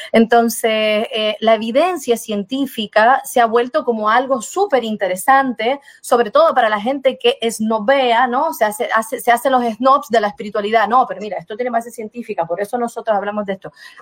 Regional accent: Brazil; moved away; Yo soy indígena, yo soy brasileña, de natural brasileña, yo soy indígena.

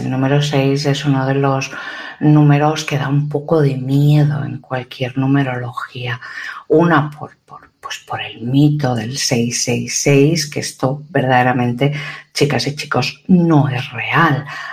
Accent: Ukraine

